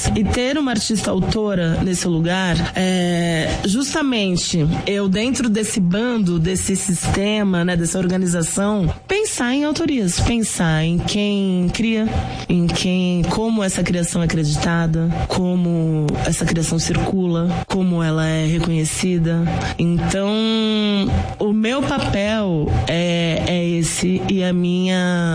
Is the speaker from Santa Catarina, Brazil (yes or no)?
no; São Lourenço, Minas Gerais, Brazil; Mas na infância, como eu cresci em São Lourenço, eu cresci em Minas.